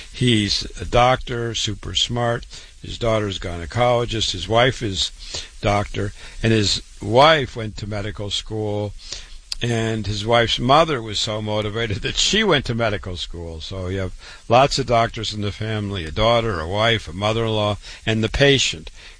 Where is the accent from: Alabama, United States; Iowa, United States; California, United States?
Iowa, United States; Waterloo; Born and raised in Waterloo, Iowa, board certified, triple board certified, went to public school, university, MD at 25